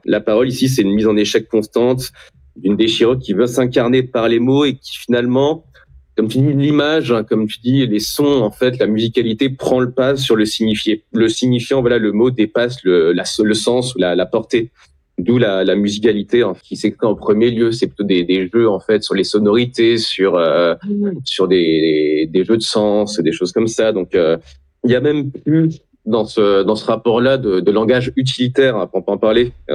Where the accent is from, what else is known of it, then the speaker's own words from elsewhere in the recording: Tours, Centre-Val de Loire, France; j'aime bien Tours et je viens de Tours